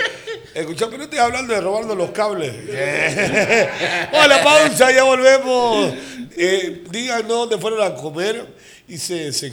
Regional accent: Santa Cruz, Bolivia; somos buenos cruceños

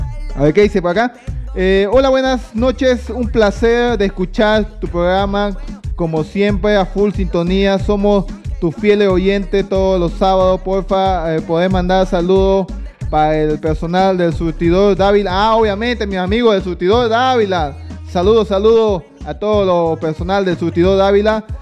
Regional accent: Santa Cruz de la Sierra, Santa Cruz, Bolivia; yo no soy pues de Cochabamba, pues yo soy de aquí, Santa Cruz.

